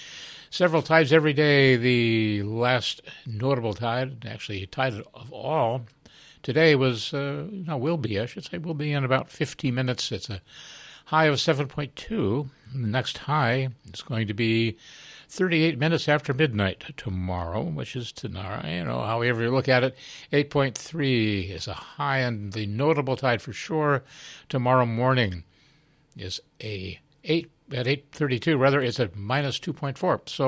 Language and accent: English; Chimacum, Washington, United States; that is in my hometown of Chimicum.